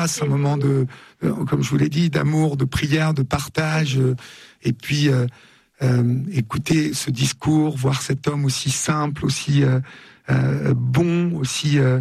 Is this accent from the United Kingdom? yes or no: no; Paris, Île-de-France, France; Je suis parisien et donc je vois, j'habite à Paris